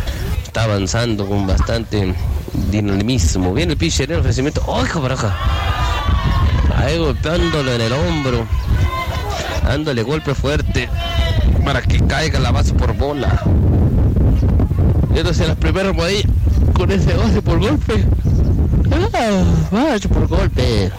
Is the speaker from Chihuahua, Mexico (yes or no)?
yes; Arisiachi, Chihuahua, Mexico; Soy de Arisiachi, un saludo a mi hermano que nos escucha en Canadá, cerca de Toronto, cómo no, un saludote.